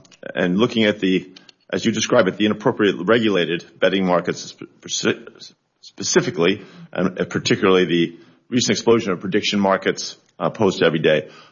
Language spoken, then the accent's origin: English; Colorado, United States; my home state of Colorado